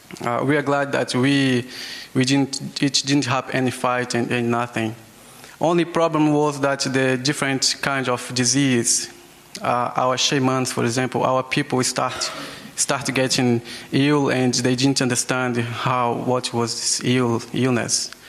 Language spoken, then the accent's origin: English; Acre, Brazil; English is a second language; I come from the Yawanawa tribe, and I'm here to visit you, to see you.